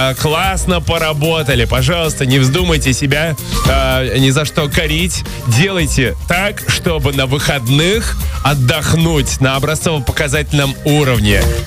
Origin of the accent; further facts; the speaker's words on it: Ventspils, Kurzeme, Latvia